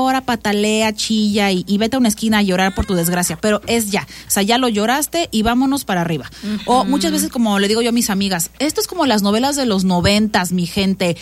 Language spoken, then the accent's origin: Spanish; Mexico; born there; ya crecida en México, como soy ya buena mexicana